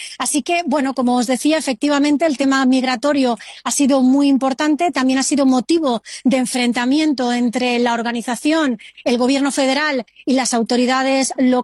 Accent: Spain; Yo voy con España. Pues con mi tierra.

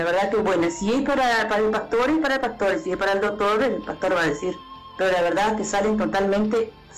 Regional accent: Javier de Viana, Artigas, Uruguay; Yo vengo de Javier de Viana y traje a mi compadre de Pueblo Sacaíra.

